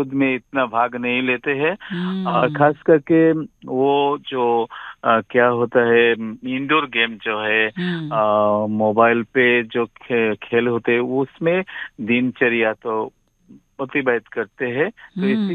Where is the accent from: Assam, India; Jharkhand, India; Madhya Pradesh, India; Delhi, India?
Assam, India; Ram Krishna Nagar; मेरा गांव का नाम है राम कृष्ण नगर, डिस्ट्रिक्ट है श्री भूमि, आसाम से ताल्लुकात है ना।